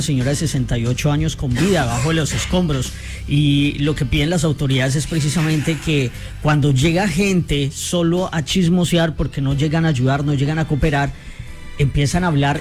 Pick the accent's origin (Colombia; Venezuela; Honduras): Colombia; hay que mirar cómo nos unimos como colombianos.